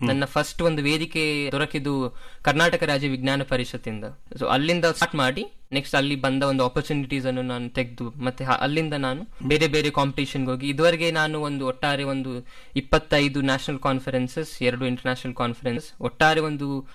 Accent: Srirangapatna, Karnataka, India; also born or lived in Mangaluru; Resource ಕಾರಣಕ್ಕಾಗಿ ನನ್ನ ಶ್ರೀರಂಗಪಟ್ಟಣದಿಂದ ನಾನು ಮಂಗಳೂರಿಗೆ ಹೋಗಬೇಕಾಯಿತು.

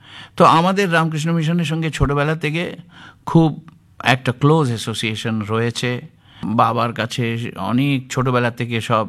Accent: Mumbai, Maharashtra, India; born there

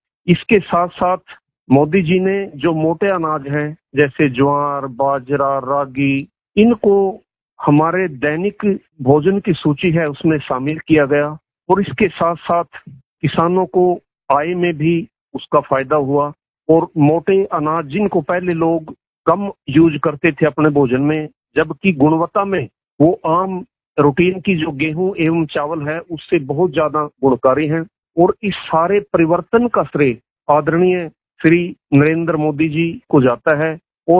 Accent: Sambhli, Haryana, India; district Karnal, गांव सांभली का रहने वाला हूं

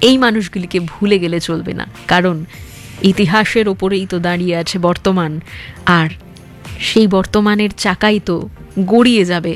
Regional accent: West Bengal, India; আমাদের দেশ এই বাংলা, আমরা বাঙালি, আমরা ভারতবাসী

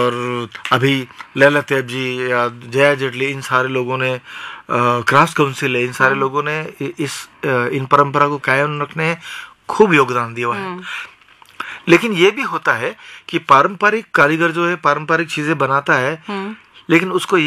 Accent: Maharashtra, India; मैं खास करके महाराष्ट्र में बड़ा हुआ पला हुआ

